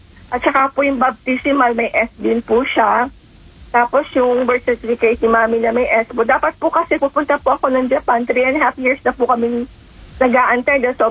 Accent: Central Luzon, Philippines; pero taga Pampanga ko, dinala ka muna po sa City Hall ng Pampanga.

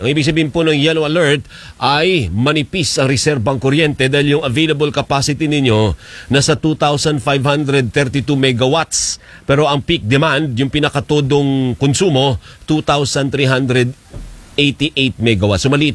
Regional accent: Western Visayas, Philippines; Isayan eh. Kami Ilonggo.

